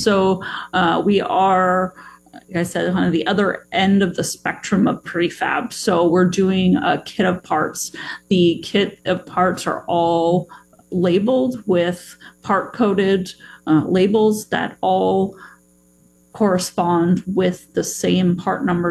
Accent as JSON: {"language": "English", "region": "Pacific Northwest", "country": "United States", "tie": "born or raised there", "said": "I was born and raised here and love the Pacific Northwest and hope to live here for the rest of my life."}